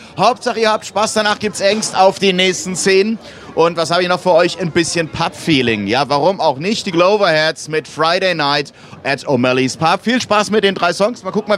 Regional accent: Rodgau, Hesse, Germany; ich auch ein Rottgauer hier.

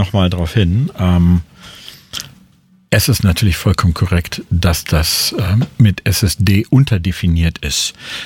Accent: Braunschweig, Lower Saxony, Germany; also born or lived in Darmstadt; ich bin halt aus Braunschweig hergekommen, da war noch nicht viel los. Und ich habe halt ein paar Jahre in Darmstadt studiert

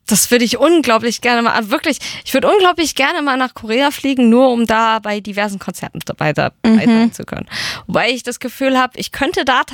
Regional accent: Gelnhausen, Hesse, Germany; born or raised there

